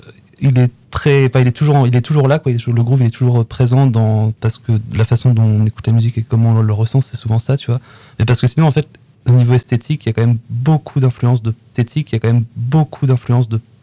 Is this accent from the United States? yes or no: no; Normandy, France; j'ai grandi à la campagne, je viens de Normandie et je suis né dans un petit village de 200 habitants. Et donc, qui plus est que je viens d'une famille où il y a eu beaucoup de paysans dedans